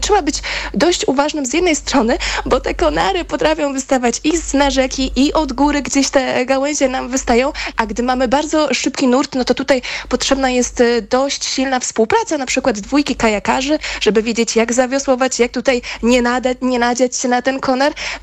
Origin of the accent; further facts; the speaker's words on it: Pomeranian Voivodeship, Poland; Ja tutaj mogę podać taki przykład, ponieważ pochodzę z Pomorza i u nas bardzo atrakcyjnym odcinkiem jest płynięcie kajakiem przez Słupię.